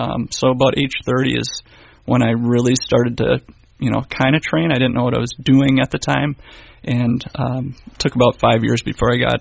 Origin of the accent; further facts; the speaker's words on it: Ashwaubenon, Wisconsin, United States; moved away as an adult; also born or lived in Madison, Wisconsin / Milwaukee area, Wisconsin; now in Fox Valley, Wisconsin, United States; I'm a Wisconsinite, born and raised in Ashwaubenon. Went to school in Madison, lived there for a while, lived in the Milwaukee area for a while, and came here in, like I said, 2012.